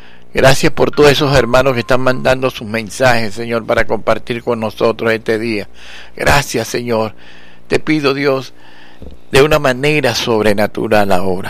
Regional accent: Venezuela; las familias de Venezuela, por todos aquellos que hacen vida en mi tierra

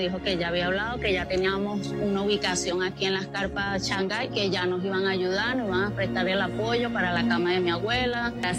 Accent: La Guaira, Venezuela; Soy de aquí de Maredo, de los edificios que colapsaron el 24 de junio con el terremoto.

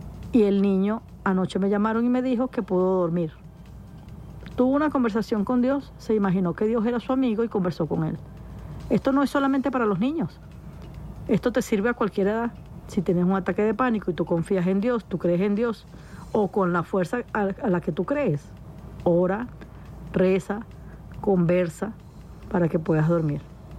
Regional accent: Venezuela; somos hermanos, somos venezolanos.

